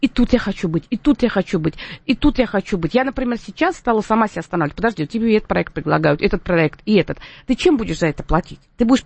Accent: Moscow, Russia; born there

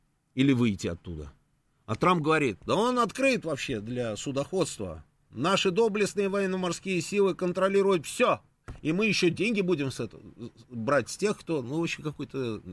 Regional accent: Moscow, Russia; А вы откуда, хлопцы? Я говорю, из Москвы. О, чую же говор.

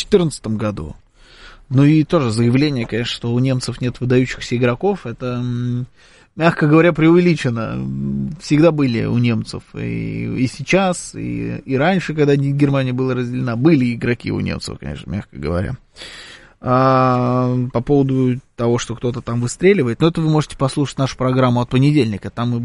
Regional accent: Russia

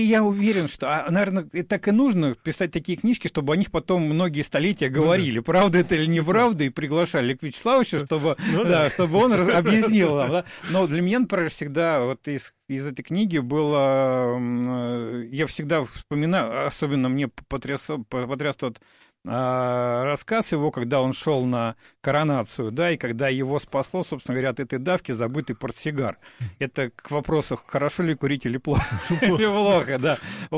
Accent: Moscow, Russia; для меня как коренного москвича

